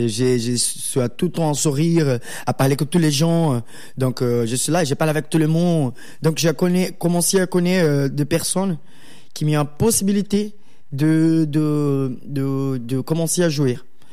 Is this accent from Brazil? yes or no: yes; Rio de Janeiro, Brazil; French is a second language; now in Paris, France; Et voilà, je viens de Rio de Janeiro, Carioca, avec le funk et toute cette influence là. Et maintenant, je suis là à Paris